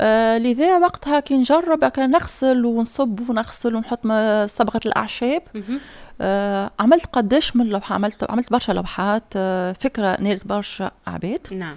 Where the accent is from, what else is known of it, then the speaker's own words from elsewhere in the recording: Manouba, Tunisia; نقول احنا وليت منوبه ومنوبه ودلي صنهاجه.